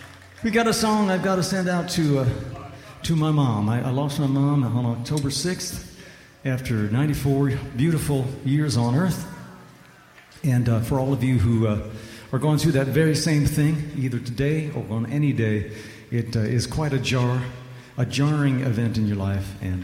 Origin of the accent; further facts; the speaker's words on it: India; now in United States; I grew up in India, son of missionary parents, and she sang all day long to British radio.